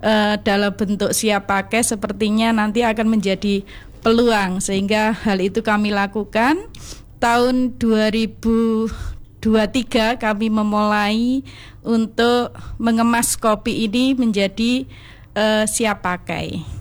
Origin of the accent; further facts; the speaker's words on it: Sumbermanjing Wetan, East Java, Indonesia; saya berasal dari Sumawe